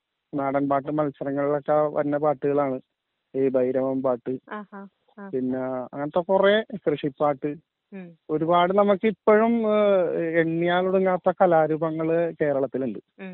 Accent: Mulavukad, Kerala, India; മുളവുകാട് ഒരു ഗ്രാമത്തിൽ ജനിച്ചു വളർന്നാണ്.

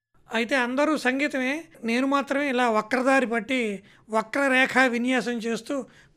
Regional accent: Bodapadu Agraharam, Andhra Pradesh, India; మాది స్వస్థలం తాడేపల్లిగూడెం సమీపంలో బోడపాడు అగ్రహారం అండి, పల్లెటూరు పూర్తిగా.

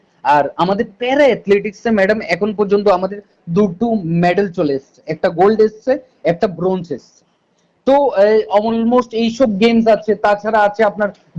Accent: India; আমরা ইন্ডিয়ান

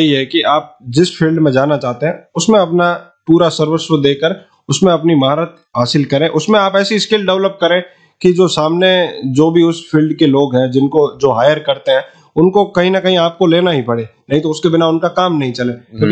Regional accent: Jaisalmer, Rajasthan, India; मैं खुद जैसलमेर से आता हूँ

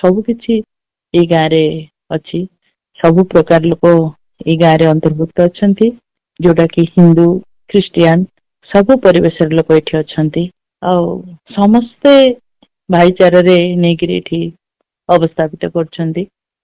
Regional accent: Semala, Odisha, India; ମୋ ଗାଁ ହଉଛି ସେମଳା, ନବରଙ୍ଗପୁର ଜିଲ୍ଲା ପାପଡ଼ାହାଣ୍ଡି ବ୍ଲକ ସେମଳା ପଞ୍ଚାୟତ।

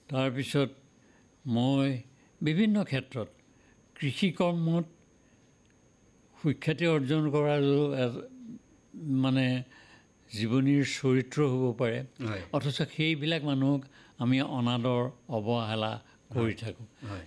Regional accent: Jamuguri, Assam, India; also born or lived in Kaliabor; মোৰ সাহিত্যৰ প্ৰতিটো আগ্ৰহ সৰুৰে পৰাই হৈছিল।

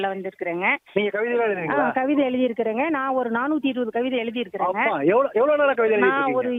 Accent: Tamil Nadu, India; now in Lakkapuram, Namakkal district, India; நான் நாமக்கல் மாவட்டம் லக்கபுரம் கிராமத்திலிருந்து வந்திருக்கிறேங்க. என் ஊர் சொந்த ஊர் வந்து அக்ரஹாரம்.

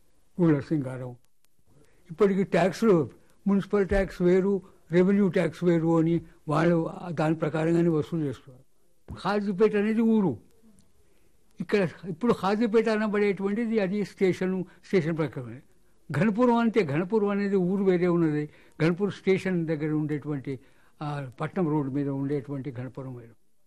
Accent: Warangal, Telangana, India; నా బాల్యం వరంగల్ పట్టణంలో పడి మొదలైంది కొద్ది ఆలస్యంగా, కానీ దగ్గర ఉన్నటువంటి మడికొండలో పడ నాకు పరిసరాల అవగాహన కలిగినప్పటి నుంచి మడికొండలో ఉన్

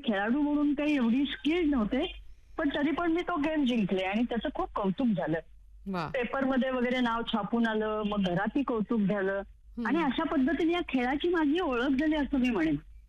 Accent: Sangli, Maharashtra, India; मी मूळची सांगलीची बरं का, तर सांगलीमध्ये म्हणजे तसं थोडंसं बुद्धिबळाचं वातावरण पण होतं

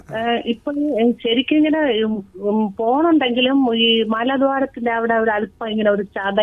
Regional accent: Thamalam, Kerala, India; ഞങ്ങൾ തമലോ.

